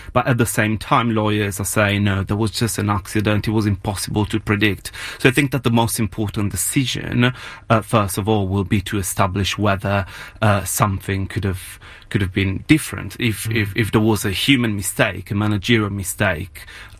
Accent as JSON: {"language": "English", "town": "Genoa", "region": "Liguria", "country": "Italy", "tie": "born or raised there", "said": "I was actually in my hometown. I was driving into town from my parents' place, and I did see it."}